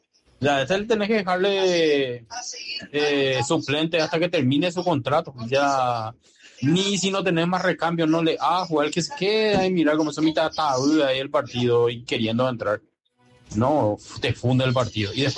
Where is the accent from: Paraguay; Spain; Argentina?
Paraguay; Amigo, ¿cómo pienso si yo como paraguayo ahora y soy olimpista, cómo yo le voy a apoyar a Cerro?